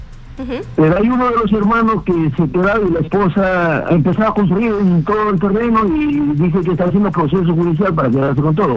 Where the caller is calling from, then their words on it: Lima, Peru; Estoy llamando de Independencia